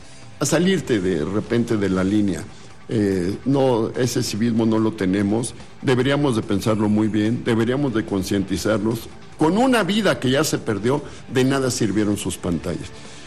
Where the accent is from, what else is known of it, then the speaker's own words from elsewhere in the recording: Mexico; Pero somos mexicanos.